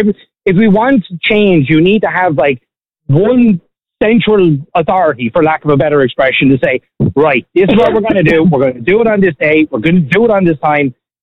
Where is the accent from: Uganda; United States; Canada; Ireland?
Ireland; So as Irish people, we're a very duplicitous people.